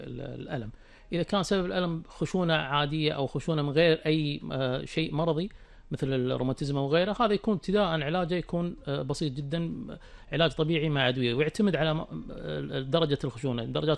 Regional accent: Kuwait; احنا عندنا بالكويت

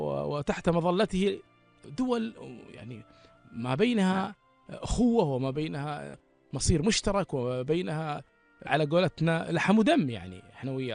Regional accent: Kuwait; يعني أنا لما أطلع من الكويت أدخل السعودية، أدخل الإمارات، أدخل قطر، البحرين، عمان، ما أحس أني أنا طلعت من الكويت.

